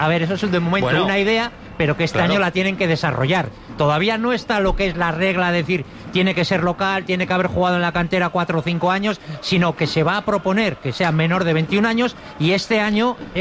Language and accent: Spanish; Navarre, Spain; que no hay polémica, que todos somos navarros, es el reino de Navarra.